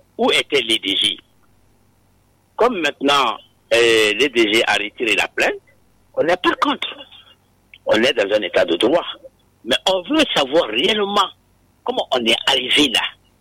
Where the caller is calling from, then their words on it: Conakry, Guinea; je suis à Madina, et je suis à côté de Mafanko, donc je connais.